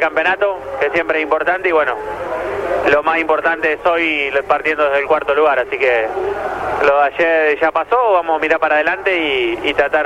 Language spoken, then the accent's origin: Spanish; Argentina